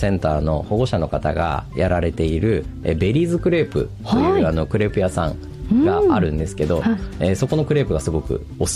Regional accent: Natori, Miyagi, Japan; そうですね、はい、生まれも育ちも名取市民です

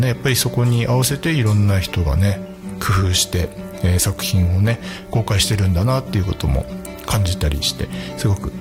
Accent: Hokkaido, Japan; 美しい洞爺湖畔で普段ね生活をして、そして美しい自然がいっぱいの北海道で生まれ育って、そして今もね北海道で生活している

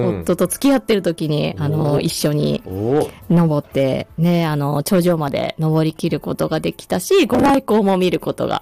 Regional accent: Tokyo, Japan; 私東京なんですけど

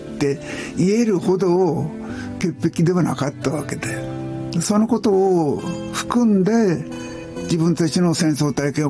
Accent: Yamagata, Japan; 僕は小さい時に山形県で育ったんですが

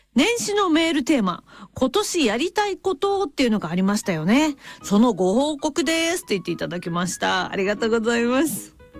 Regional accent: Niigata, Japan; ご当地〇〇で生まれて新潟で育った … がまた戻ってまいり

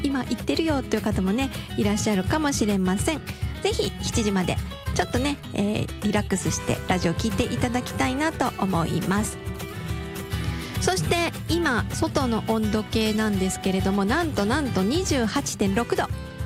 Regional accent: Osaka, Japan; 大阪人だから

